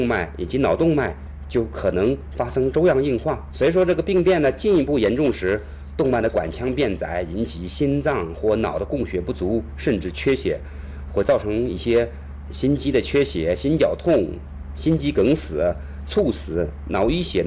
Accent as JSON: {"language": "Chinese", "region": "northern China", "country": "China", "said": "我们是北方人，吃馒头啊"}